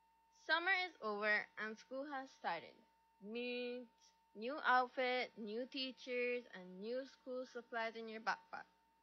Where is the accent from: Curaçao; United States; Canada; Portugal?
Curaçao; moved away; I'm from Curazao. And when, like, I talk Spanish with my friends, they tell me, your Spanish is weird.